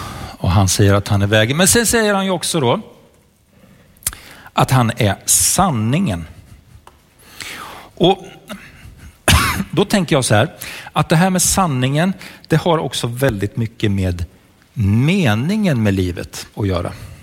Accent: Sweden; jag kommer från Sverige

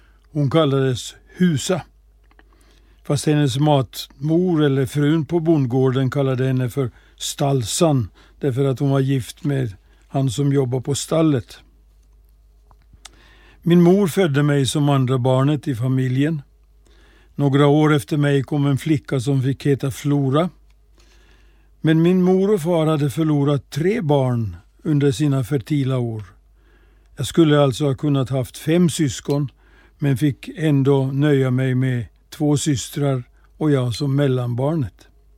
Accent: Rörsby, Uusimaa, Finland; born there; Jag föddes i Finland i en liten by som heter Rörsby. Närmaste stad heter Ekenäs.

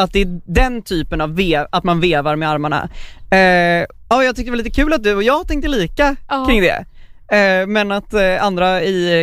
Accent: Stockholm, Stockholm County, Sweden; now in Gothenburg, Sweden; jag kommer från Stockholm och bor i Göteborg.

